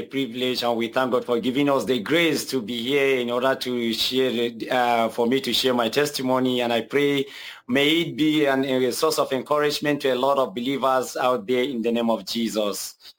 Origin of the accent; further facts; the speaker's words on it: Kaduna, Kaduna State, Nigeria; my dad is a chief of Fulanis of Kaduna local government of Kaduna State in Nigeria, where I was born and brought up. Because I was born and brought up in Nigeria, in far northern part of Nigeria